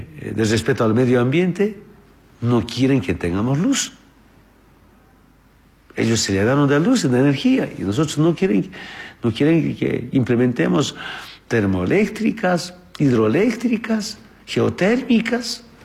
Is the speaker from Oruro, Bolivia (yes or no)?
yes; Orinoco, Oruro, Bolivia; moved away; also born or lived in Chapare; Yo escuchaba ya, como adolescente en Orinoco, que mi tierra de origen